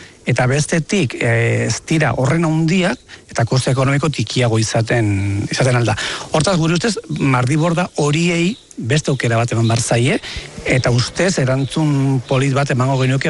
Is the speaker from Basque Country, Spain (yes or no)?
no; Zubieta, Navarre, Spain; despopulazioen arazo larri bada gure herrian